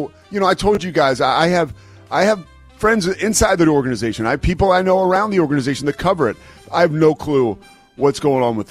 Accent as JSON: {"language": "English", "town": "Philadelphia", "region": "Pennsylvania", "country": "United States", "said": "I say us because I'm from Philadelphia and I'm an Eagles fan."}